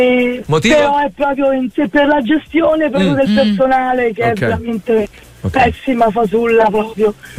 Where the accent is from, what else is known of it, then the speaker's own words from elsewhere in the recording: Latina, Lazio, Italy; Io sono di Latina.